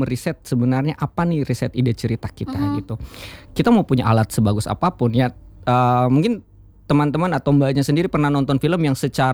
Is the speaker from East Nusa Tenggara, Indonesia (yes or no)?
no; Kendari, Southeast Sulawesi, Indonesia; kita orang Kendari